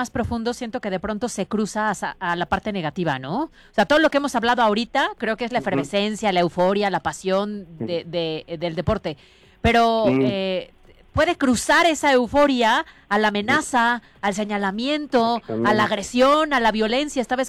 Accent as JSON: {"language": "Spanish", "country": "Mexico"}